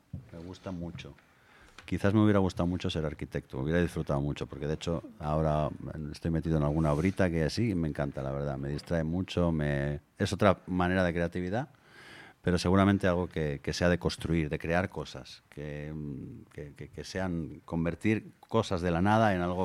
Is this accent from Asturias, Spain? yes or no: yes; Asturias, Spain; porque al final somos asturianos